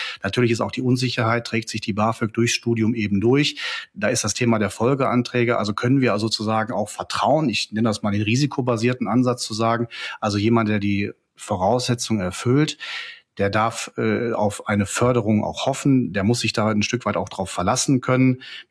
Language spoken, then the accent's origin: German; North Rhine-Westphalia, Germany; für ganz Ostwestfalen-Lippe, meine Heimatregion